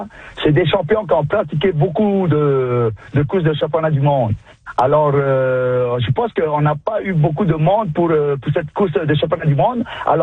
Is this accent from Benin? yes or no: no; French Polynesia; now in Canada; Chez nous, en Polynésie